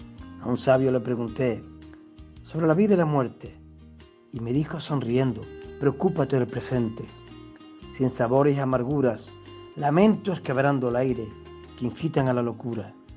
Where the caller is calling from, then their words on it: San Roque, Andalusia, Spain; soy de San Roque